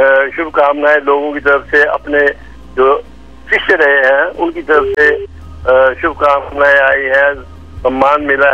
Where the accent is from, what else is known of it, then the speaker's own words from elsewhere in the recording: Kathua district, Jammu and Kashmir, India; born there; मैं जम्मू संभाग से बोल रहा हूँ, नलोटा गुजरू मेरा गांव है, और मेरा जिला है कठुआ।